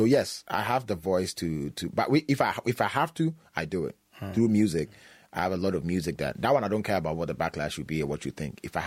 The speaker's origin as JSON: {"language": "English", "country": "Ghana", "first_language": "Twi", "second_language": "English", "said": "I'm a Ghanaian to the bone"}